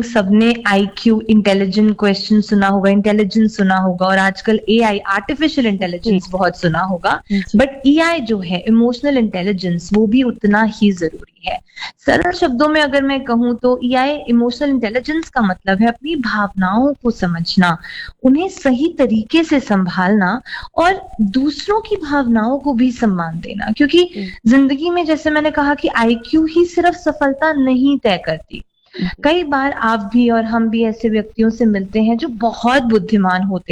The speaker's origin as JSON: {"language": "Hindi", "region": "Delhi", "country": "India", "lives_now": "Ludhiana, India", "said": "क्योंकि मैं दिल्ली से हूँ तो वहां पर अंग्रेजी का बहुत बड़ा हुआ नहीं था, बट लुधियाना आकर जब हम पंजाब के विद्यार्थियों से मैं मिली"}